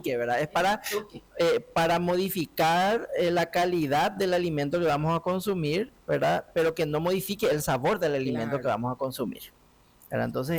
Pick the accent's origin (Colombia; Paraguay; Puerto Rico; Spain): Paraguay; Eso somos expertos los paraguayos en hacer infusiones